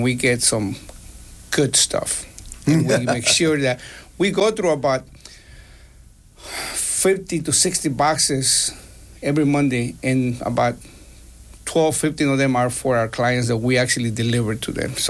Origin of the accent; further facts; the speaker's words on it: Chicago, Illinois, United States; I grew up in Chicago in the restaurant business.